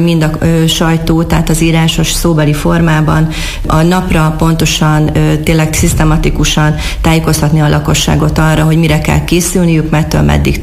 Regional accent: Miskolc, Borsod-Abaúj-Zemplén, Hungary; nem csak képviselőként, hanem törzsikeres miskolciként is örömmel szolgál

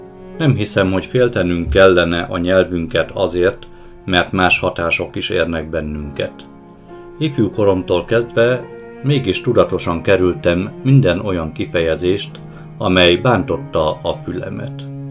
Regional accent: Košice Region, Slovakia; moved away as an adult; now in Levice, Slovakia; Bodrog közben szülőföldemen, amelynek lakosságát ma is 95%-ban magyarok lakják

